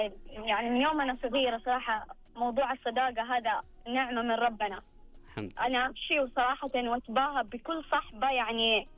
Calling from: Hejaz, Saudi Arabia; وهو يقصد عندنا في الحجاز التوماتيك.

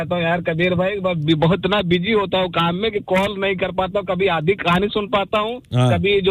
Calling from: Prayagraj, Uttar Pradesh, India; मैं यूपी से बिलोंग करता हूँ, प्रयागराज से।

